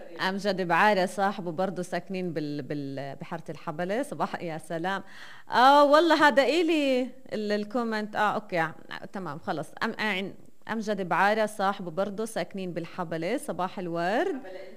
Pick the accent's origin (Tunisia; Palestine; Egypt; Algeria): Palestine; Asira ash-Shamaliya, Nablus Governorate; كل البلد بتعرف اني انا من عصيرة.